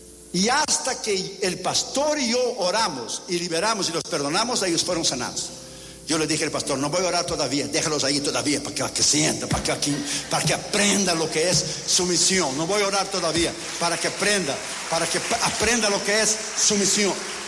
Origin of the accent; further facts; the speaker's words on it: Brazil; born or raised there; Spanish is a second language